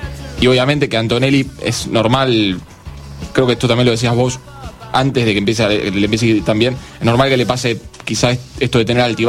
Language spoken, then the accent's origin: Spanish; Argentina; Me voy a la otra parte que obviamente nos interesa a todos como argentinos, que es la de Franco Colapinto.